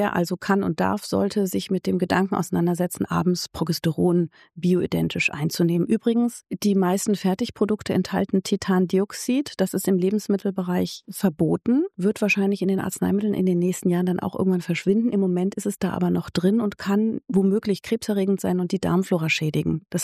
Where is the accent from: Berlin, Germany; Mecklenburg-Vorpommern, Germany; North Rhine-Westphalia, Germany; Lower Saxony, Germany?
Berlin, Germany; ich komme aus Berlin